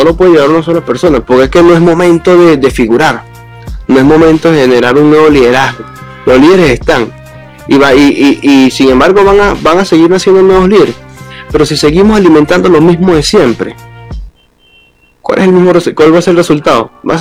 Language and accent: Spanish; Barinas, Venezuela; yo soy de Barinas